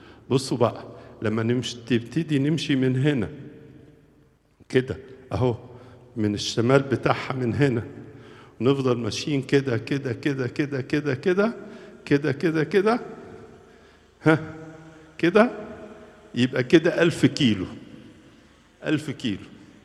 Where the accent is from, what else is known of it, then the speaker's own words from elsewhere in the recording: Egypt; الجمال اللي عندنا في مصر